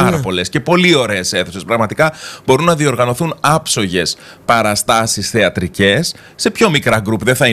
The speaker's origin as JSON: {"language": "Greek", "region": "Northern Greece", "country": "Greece", "moved": "yes", "lives_now": "Heraklion, Greece", "said": "εγώ που είμαι βορειοελλαδίτης."}